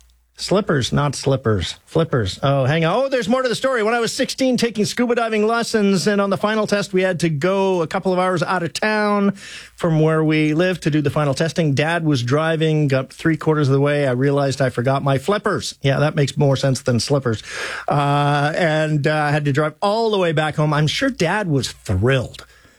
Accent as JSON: {"language": "English", "region": "Western Canada", "country": "Canada", "tie": "born or raised there", "said": "where I grew up in Western Canada"}